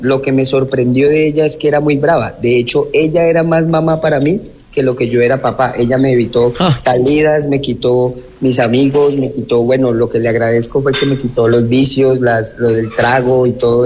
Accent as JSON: {"language": "Spanish", "town": "Villavicencio", "region": "Meta", "country": "Colombia", "also_born_or_lived": "Maní", "said": "Pues, hermano, yo soy de Colombia. Yo vivía en un municipio de Casanare que se llama Maní, pero soy de Villavicencio."}